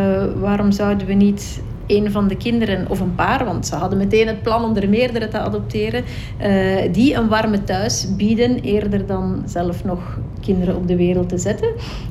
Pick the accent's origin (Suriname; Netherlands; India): India; now in Belgium; We zijn niet biologische broers en zussen, maar, want we komen uit verschillende streken van India. Maar ja, als je samen opgroeit, dan ben je natuurlijk gewoon broer en zus.